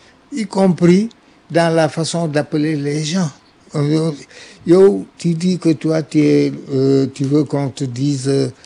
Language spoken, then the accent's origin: French; Saint-Louis, Senegal; Je suis originaire du Fouta Toro, et plus précisément du département de Podor. Je ne suis pas natif de Podorville.